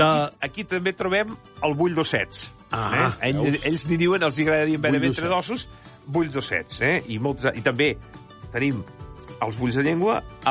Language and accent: Catalan; Catalonia, Spain; now in Barcelona, Spain; No, jo soc de la Conca de Barberà, allà els llardons